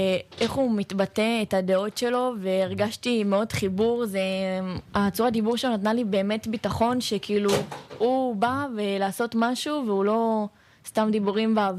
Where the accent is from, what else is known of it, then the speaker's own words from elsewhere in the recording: Ofakim, Southern District, Israel; born there; אני וערן גדלנו כאן יחד באופקים.